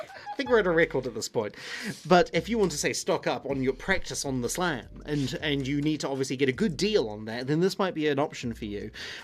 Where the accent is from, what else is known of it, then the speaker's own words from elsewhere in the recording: New Zealand; Asking as a Kiwi